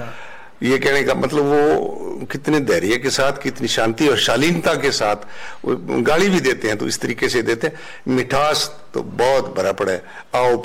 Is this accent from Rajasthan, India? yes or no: yes; Rajasthan, India